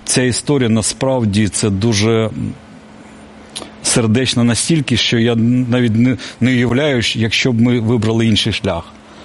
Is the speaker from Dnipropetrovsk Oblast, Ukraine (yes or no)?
no; Kyiv, Ukraine; я сам киянин